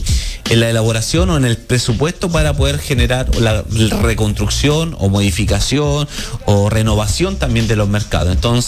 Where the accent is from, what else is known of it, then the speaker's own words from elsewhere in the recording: Chile; Como somos chilenos y nos sentimos muy chilenos en el mes de septiembre